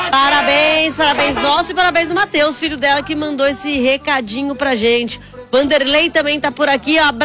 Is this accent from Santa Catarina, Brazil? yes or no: yes; Navegantes, Santa Catarina, Brazil; também indo para Navegantes, minha terra, carregar uma sardinha para Campo Grande.